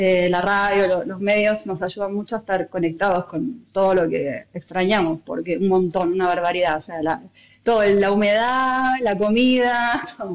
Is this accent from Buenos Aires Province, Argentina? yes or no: yes; Vicente López, Buenos Aires Province, Argentina; moved away; crecí en Vicente López, ahí hice el colegio.